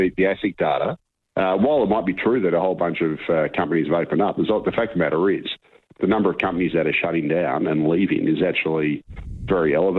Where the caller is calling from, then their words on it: Melbourne, Victoria, Australia; Now I'm calling you from Victoria or from Melbourne in particular, and down here we probably have the most incompetent state government in the country.